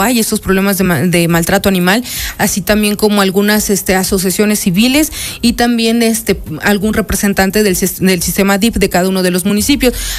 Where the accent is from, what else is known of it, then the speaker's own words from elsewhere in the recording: Puebla, Mexico; gracias a ellos nosotros nos seguimos identificando como poblanos, como serranos